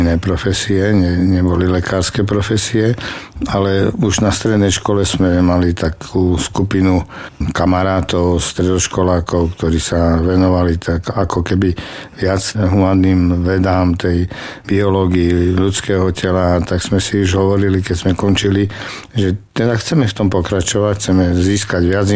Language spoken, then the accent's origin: Slovak; Prešov, Prešov Region, Slovakia; medzi svojimi doma v Prešove